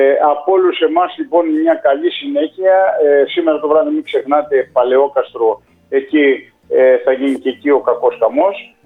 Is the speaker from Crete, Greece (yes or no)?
no; Monokampi, North Aegean, Greece; στο χωριό μου, το μονοκάμπι της Ικαρίας.